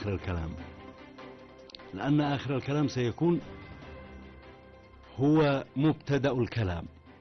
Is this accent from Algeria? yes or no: no; Yemen; بلادنا اليمن